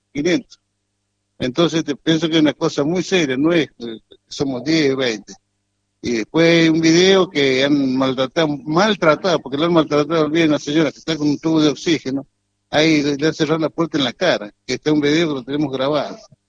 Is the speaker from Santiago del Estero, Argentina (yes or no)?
no; San Juan, Argentina; Yo soy sanjuanino y allá no hay.